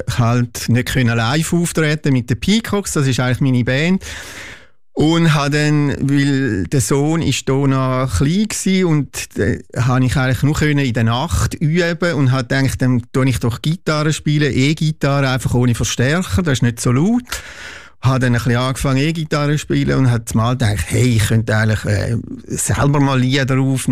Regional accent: Oberstammheim, Zurich, Switzerland; now in Schaffhausen, Switzerland; ich bin Musiker, wohnhaft in Schaffhausen und bin aufgewachsen in Oberstamheim, Zürich-Wieland, wohne aber schon länger jetzt in Schaffhausen

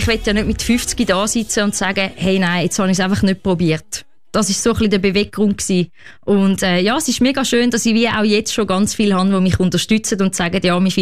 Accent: Töss Valley, Zurich, Switzerland; ich bin im Töstal aufgewachsen.

